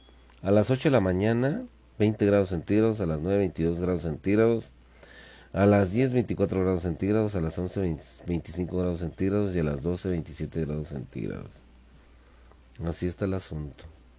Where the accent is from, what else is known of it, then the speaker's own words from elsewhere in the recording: Mexico; somos mexicanos